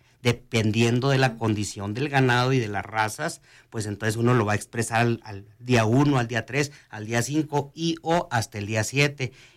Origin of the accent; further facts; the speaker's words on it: Chihuahua, Mexico; No somos chihuahuenses de segunda ni de tercera, somos chihuahuenses de primera.